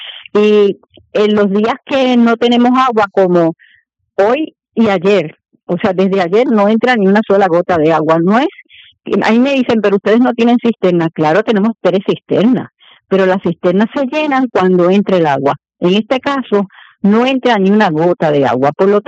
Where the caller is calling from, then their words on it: San Juan, Puerto Rico; En mi caso, yo vivo en Las Carmelitas